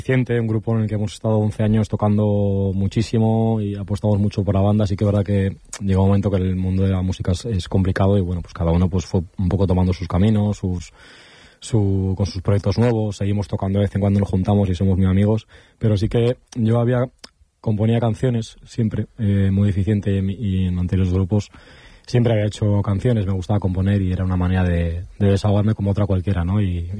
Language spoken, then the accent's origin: Spanish; Colindres, Cantabria, Spain; born there; empecé en clases de guitarra de muy chiquitín en Colindres